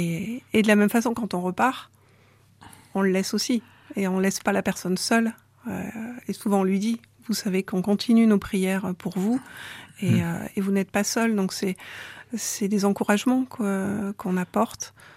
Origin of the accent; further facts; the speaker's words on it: Saint-Chamond, Auvergne-Rhône-Alpes, France; Donc oui, je suis née à Saint-Chamond, donc j'ai grandi dans la paroisse protestante de Saint-Chamond, d'un papa catholique qui est devenu protestant en se mariant